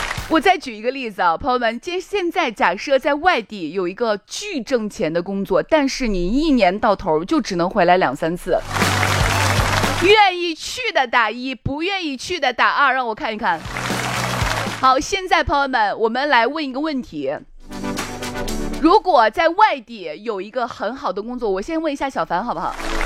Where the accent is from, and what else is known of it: Shaanxi, China